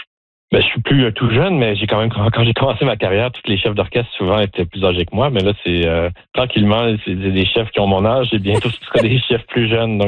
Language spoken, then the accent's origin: French; Joliette, Quebec, Canada; Moi, j'ai grandi à Joliette, au Québec, petite ville francophone à une heure de Montréal.